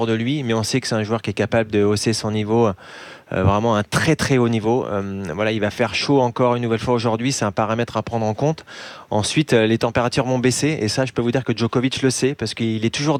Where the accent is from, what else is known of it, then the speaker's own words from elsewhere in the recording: France; en tant que Français